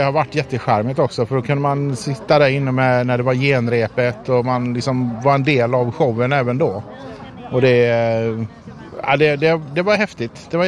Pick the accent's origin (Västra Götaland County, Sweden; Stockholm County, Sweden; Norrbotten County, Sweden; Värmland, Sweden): Västra Götaland County, Sweden; Orust; moved away as an adult; now in Skåne, Sweden; jag är uppväxt på Orust. Ut med vattnet.